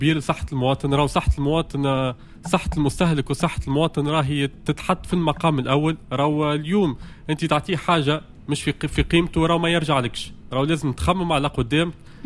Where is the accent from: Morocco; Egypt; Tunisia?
Tunisia; بلدي تونس